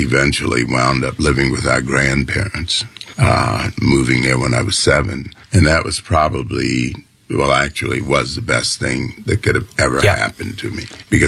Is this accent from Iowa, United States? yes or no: no; Pinpoint, Georgia, United States; born there; Well, I was born in Pinpoint, but and most of my growing up, I've been fortunate.